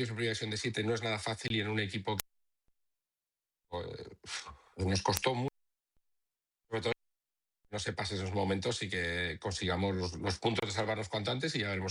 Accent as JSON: {"language": "Spanish", "town": "Altea", "region": "Valencian Community", "country": "Spain", "tie": "born or raised there", "said": "En Altea. Sí, yo precioso, ya lo sabes"}